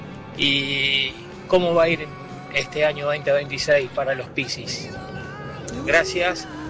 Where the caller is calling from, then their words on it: Chabás, Santa Fe, Argentina; Huatrache, La Pampa, en este momento pasando por General Villegas, Buenos Aires, regresando y yendo a mi pueblo, a Chavás. Soy de Piscis, mi fecha de nacimiento es del 25/2/1976.